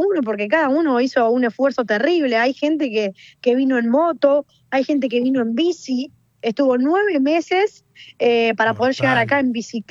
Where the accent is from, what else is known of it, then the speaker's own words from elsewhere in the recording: Rojas, Buenos Aires Province, Argentina; yo soy de Rojas